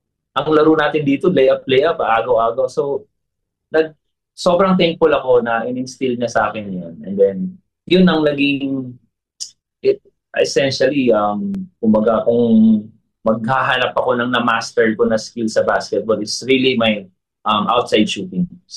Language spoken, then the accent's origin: Tagalog; Claveria, Northern Mindanao, Philippines; From Cagayan de Oro ako, Coach, pero our province is an hour away drive pa. So, talagang tiga Claveria, Misamis Oriental ako. Bukid po siya.